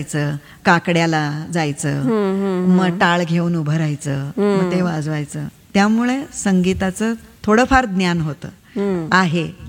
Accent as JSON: {"language": "Marathi", "town": "Wathar", "region": "Maharashtra", "country": "India", "tie": "born or raised there", "said": "आणि वाठार म्हणून साताऱ्याच्या इथं आमचं एक गाव आहे"}